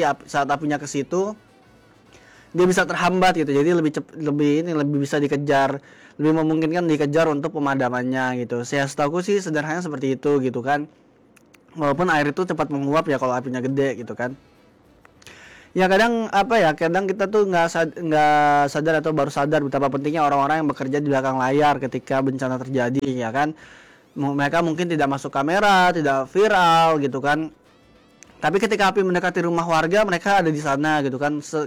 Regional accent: Kalimantan, Indonesia; kita warga Kalimantan tuh terbiasa

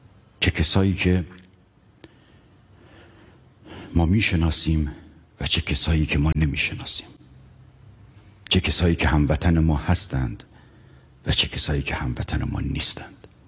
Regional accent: Iran; خیلی خوشحال هستم به عنوان یک ایرانی

